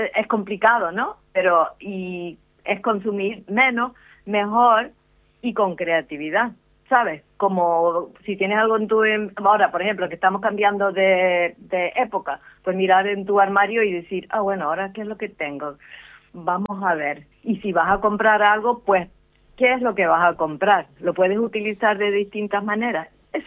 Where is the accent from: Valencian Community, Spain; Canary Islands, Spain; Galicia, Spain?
Canary Islands, Spain; No, y aparte tú sabes que los canarios siempre han viajado mucho.